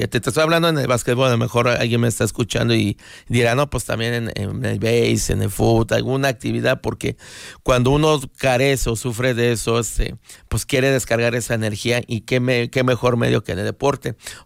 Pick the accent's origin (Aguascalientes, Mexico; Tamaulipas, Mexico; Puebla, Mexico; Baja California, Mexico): Puebla, Mexico; Izúcar de Matamoros; Yo nací acá en Izúcar de Matamoros, y obviamente me siento muy, muy digno de ser de acá, de esta población tan bonita que es Izúcar. Y toda mi vida he crecido, me he formado.